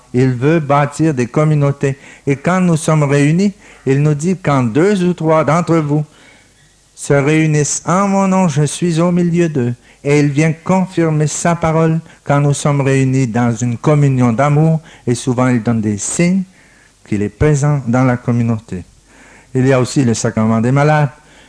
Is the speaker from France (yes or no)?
no; Dominican Republic; au moins chez nous, en République dominicaine, j'étais très malade de tuberculose